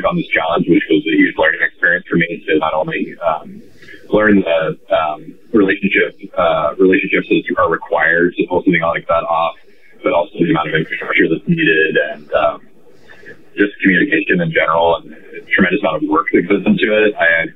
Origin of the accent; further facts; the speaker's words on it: Oregon, United States; I grew up on the Oregon coast, like I was telling you earlier, and my dad's an avid outdoorsman, so I grew up around an incredible product that was straight from the source.